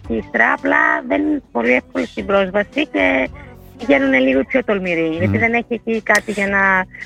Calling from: Thessaloniki, Central Macedonia, Greece; Εμείς είμαστε στο κέντρο της Θεσσαλονίκης.

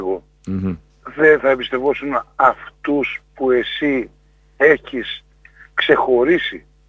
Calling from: Greece; σαν πολίτες αυτής της χώρας, σαν Έλληνες

